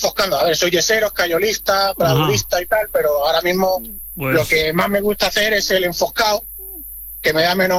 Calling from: Guadarrama, Community of Madrid, Spain; Vivo en Guadarrama.

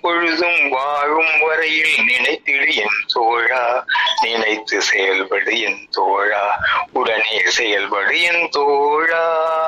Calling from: Punnainallur, Tamil Nadu, India; தஞ்சாவூர் மாவட்டம் புன்னநல்லூர் மாரியம்மன் கோவில்

